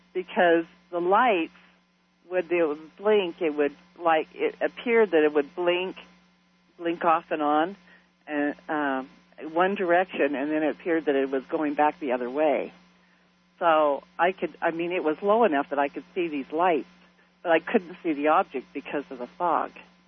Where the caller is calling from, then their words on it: Roy, Utah, United States; I am from Roy, Utah.